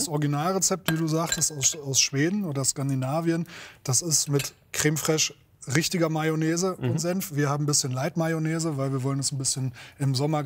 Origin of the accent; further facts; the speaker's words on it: Northern Germany, Germany; Hessisch, ja, ich als Norddeutscher, ich komme da nicht so hinterher.